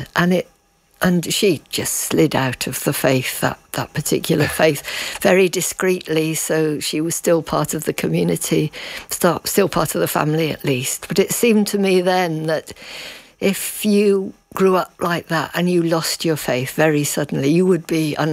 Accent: South West England, United Kingdom; now in North East England, United Kingdom; I grew up in North Devon

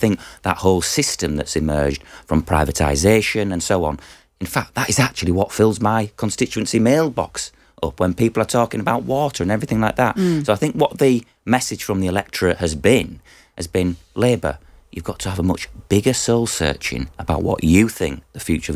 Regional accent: York, Yorkshire and the Humber, United Kingdom; I'm from the other side of the Pennines, as you can probably tell. So I'm from York, obviously

